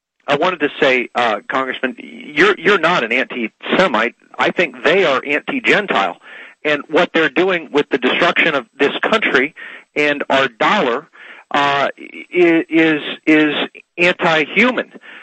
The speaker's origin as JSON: {"language": "English", "town": "Dayton", "region": "Ohio", "country": "United States", "tie": "born or raised there", "said": "I born and raised in Dayton. That's almost a ghost town now. GM and Delphi, of course, they got stiffed. I'm south of there, but I drive through there to see family occasionally"}